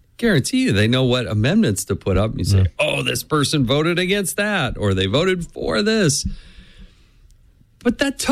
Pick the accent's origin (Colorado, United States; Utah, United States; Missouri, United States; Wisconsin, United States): Utah, United States; born there; my home state of Utah